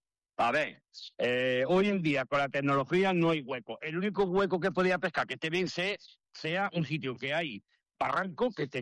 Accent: Córdoba, Andalusia, Spain; now in La Rioja, Spain; Soy andaluz, soy cordobés y adoptivo de La Rioja. Pero soy así y no me va a cambiar nadie.

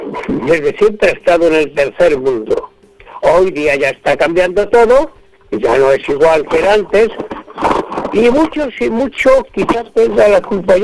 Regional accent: Cejas de Aliste, Castile and León, Spain; now in Rabanales de Aliste, Spain; yo no soy de Rabanales. Yo soy de Cejas de Aliste.

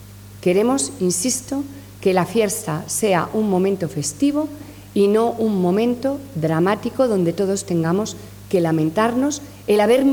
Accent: Valladolid, Castile and León, Spain; lo que somos los vallisoletanos, personas con responsabilidad y con gran civismo.

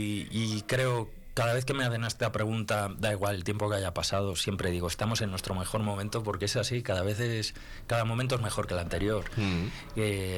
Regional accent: Palencia, Castile and León, Spain; la directora de casting va a saber que soy de Palencia con P antes de que empiece la separata. Bueno, pues venir a Palencia es el triple de gratificante para mí que cualquier otra plaza.

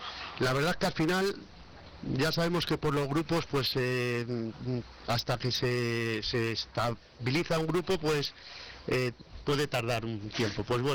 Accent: Vallelado, Castile and León, Spain; moved away as an adult; now in Cuéllar, Spain; Ya sí, me considero cuellarano y de Vallelado, por supuesto, que es mi pueblo natal.

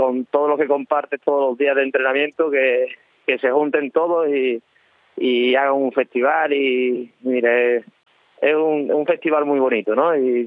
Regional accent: Seville, Andalusia, Spain; now in Salamanca, Spain; llevo varios años viviendo a Salamanca, pero yo, obviamente, yo soy de Sevilla

